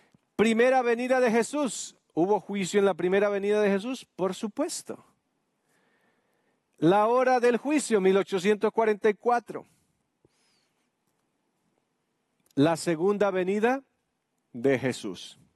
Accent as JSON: {"language": "Spanish", "country": "Colombia", "said": "decimos en mi tierra, Colombia."}